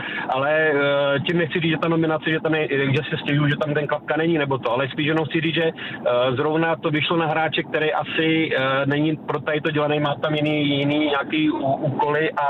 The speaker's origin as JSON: {"language": "Czech", "town": "Pardubice", "region": "Pardubice Region", "country": "Czechia", "said": "Já jako hrdej Pardubák"}